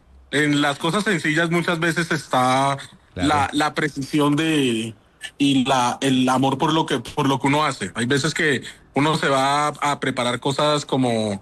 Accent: Cartagena, Bolívar, Colombia; yo soy cartagenero

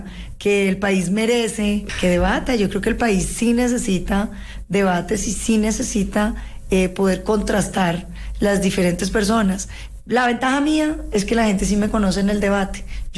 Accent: Popayán, Cauca, Colombia; En Popayán, Darcy, yo crecí en Popayán, mis amigas son de Popayán, pasé mi adolescencia en Popayán.

